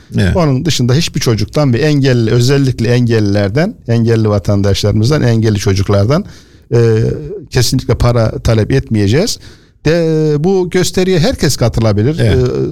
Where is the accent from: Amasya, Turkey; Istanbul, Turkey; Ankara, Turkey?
Ankara, Turkey; Şereflikoçhisar; now in Kırşehir, Turkey; Yani o yörede doğup büyüdüğümüz için bizim köylerimizde ben 1964 Ankara Şerefli Koçhisar doğumluyum. İşte Kırşehir'e 40-50 kilometre mesafede bir yer. Doğduğum köy daha da yakın. Evet. Şu anda Kırşehir'de ikamet ediyorum.